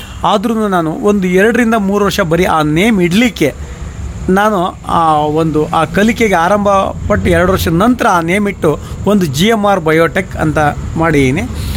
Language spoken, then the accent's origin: Kannada; Karnataka, India; born there; also born or lived in Shivamogga; ನಾನು ಮೂಲತಃ ಕೃಷಿಕ, ದುಂಬಳ್ಳಿಯಲ್ಲೇ ಹುಟ್ಟಿದ್ದು. ಅಲ್ಲೇ ನನ್ನ 5 ಎಜುಕೇಷನ್ನು ಅಲ್ಲೇ ಆಯಿತು.